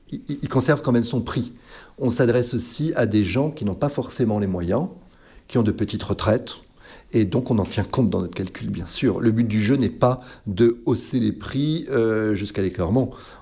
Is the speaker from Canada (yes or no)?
no; Paris, Île-de-France, France; now in Lourdes, France; je suis parisien